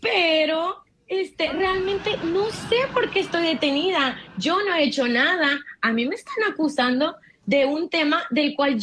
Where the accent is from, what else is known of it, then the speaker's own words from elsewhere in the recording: Uruapan, Michoacán, Mexico; now in Dallas, United States; Vengo de México, obviamente, a Uruapan, Michoacán, pero vivo en la ciudad de Dallas.